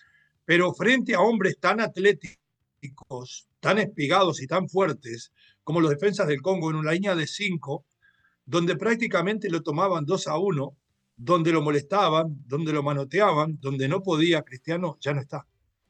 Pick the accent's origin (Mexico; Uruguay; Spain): Uruguay; Por supuesto, como somos los uruguayos, nos hicieron el favor y nos agradecimos.